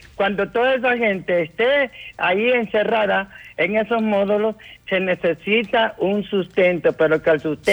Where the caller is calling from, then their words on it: Comayagua, Honduras; Le hablamos de aquí de Comayagua